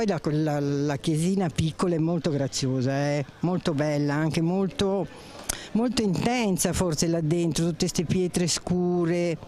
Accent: Marche, Italy; born there; moved away; also born or lived in Veneto; Sono stata 40 anni fuori dalle Marche. Questa non l'avevo mai vista perché sono nata nelle Marche, quindi sono marchigiana. E poi sono andata a lavorare come tutti quanti nel Veneto.

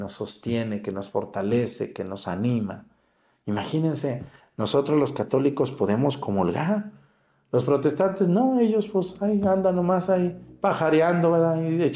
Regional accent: Mexticacán, Jalisco, Mexico; Invito mucho a la gente de mi pueblo, Mexicacán.

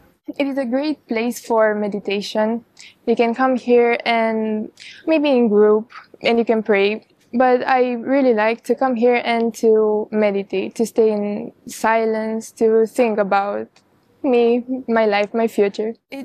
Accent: Romania; English is a second language; I'm from Romania.

